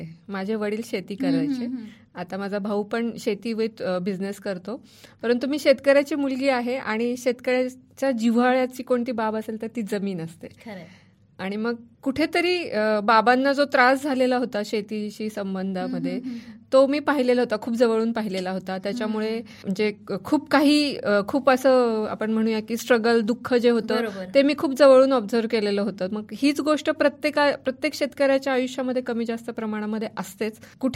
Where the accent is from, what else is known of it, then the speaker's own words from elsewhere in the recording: Barshi, Maharashtra, India; moved away as an adult; also born or lived in Kolhapur / Rahuri; now in Jalgaon district, India; माझं बालपण म्हणजे माझं माहेर आहे बार्शी सोलापूर जिल्ह्यात